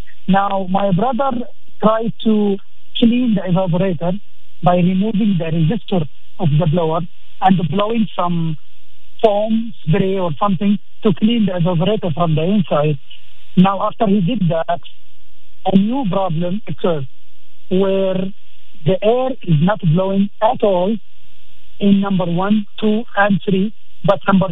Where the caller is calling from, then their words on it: Saudi Arabia; calling from Saudi Arabia.